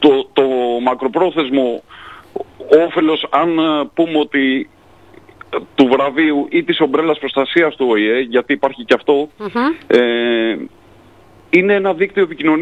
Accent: Patrika, Chios, North Aegean, Greece; Θα ήθελα να συμμετέχει το χωριό μου.

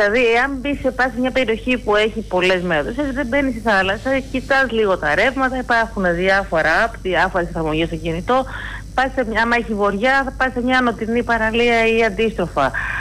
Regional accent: Greece

